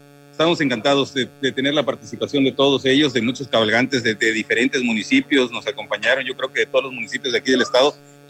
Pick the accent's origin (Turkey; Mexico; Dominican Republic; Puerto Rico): Mexico; somos gente de a caballo porque somos mexicanos.